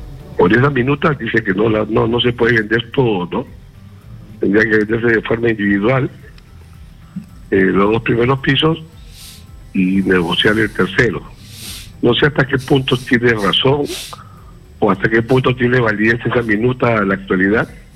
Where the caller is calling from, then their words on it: Lima, Peru; Llamo de Chorrillos.